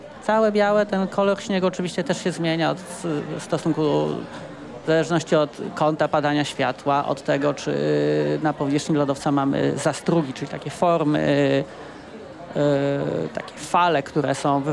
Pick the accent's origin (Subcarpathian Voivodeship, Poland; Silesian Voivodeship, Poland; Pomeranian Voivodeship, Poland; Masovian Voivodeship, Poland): Subcarpathian Voivodeship, Poland; moved away; wychowałem się w Bieszczadach